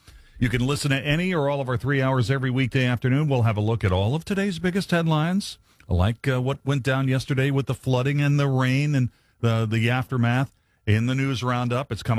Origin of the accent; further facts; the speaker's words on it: West Virginia, United States; now in Charleston, United States; I've been down here in Charleston since 85, but I grew up in North Central West Virginia, the Harrison County area